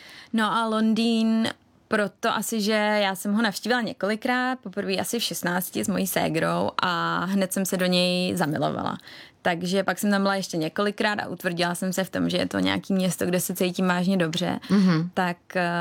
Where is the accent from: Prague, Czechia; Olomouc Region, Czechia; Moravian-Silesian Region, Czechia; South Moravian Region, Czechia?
Prague, Czechia; moved away as an adult; now in London, United Kingdom; i když jsem z Prahy, tak to byla a z velkého města